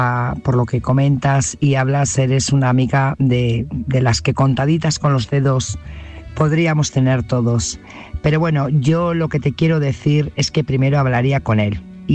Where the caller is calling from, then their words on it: Burgos, Castile and León, Spain; Buenas noches … corresponsal de Burgos